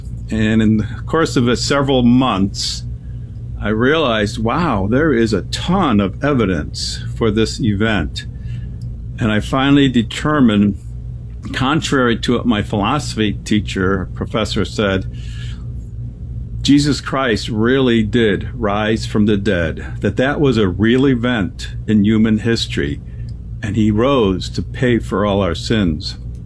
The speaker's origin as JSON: {"language": "English", "town": "Chicago", "region": "Illinois", "country": "United States", "tie": "born or raised there", "also_born_or_lived": "Cologne, Germany", "first_language": "German", "said": "So my dad took us all, the three of us immigrated to Chicago. And that is basically where I grew up. My mom says when I was younger, I could only speak German. That's what I learned from my parents because they were both Germans, immigrants."}